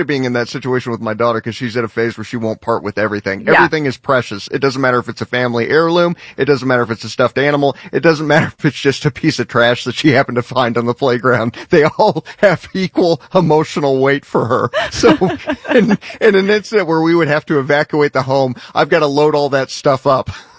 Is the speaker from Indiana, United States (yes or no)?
yes; Indiana, United States; also born or lived in California; But growing up in Indiana